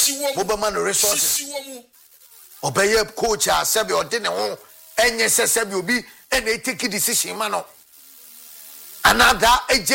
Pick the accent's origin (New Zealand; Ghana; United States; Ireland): Ghana; Do you think, sir, as a Ghanaian, I will follow the blasters of Ghana?